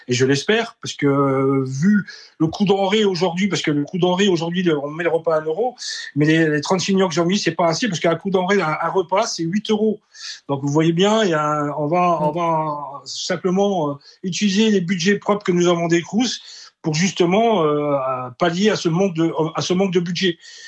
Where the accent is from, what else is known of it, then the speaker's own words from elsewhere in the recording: Grand Est, France; parce que moi, je suis de la Lorraine.